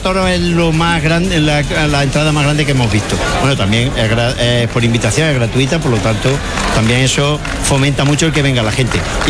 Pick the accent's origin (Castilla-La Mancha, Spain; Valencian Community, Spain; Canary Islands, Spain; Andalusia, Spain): Andalusia, Spain; Jódar